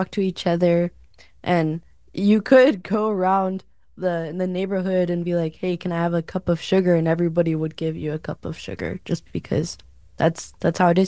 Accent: Imperial Valley, California, United States; growing up in the Imperial Valley

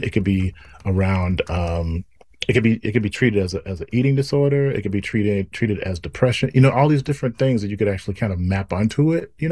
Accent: Mississippi, United States; you know, I'm from Mississippi, so and I grew up with the blues

